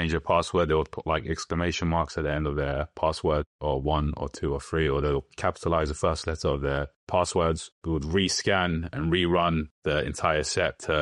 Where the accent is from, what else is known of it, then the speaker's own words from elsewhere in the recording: London, United Kingdom; Ethnically, I'm Turkish. I grew up in London.